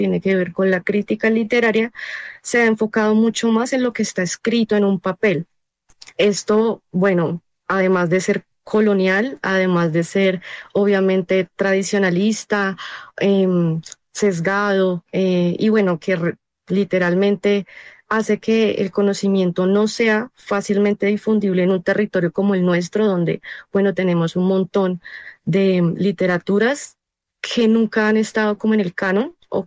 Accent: Suba, Bogotá, Colombia; yo soy de Suba y la mayoría de las personas que conformamos la editorial pues somos de Suba.

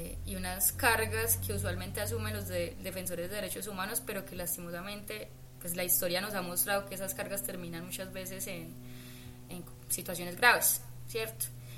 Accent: Medellín, Antioquia, Colombia; yo crecí en la Universidad de Antioquia, literalmente crecí, mi mamá trabajaba allá, yo, mi vida fue toda la UdeA

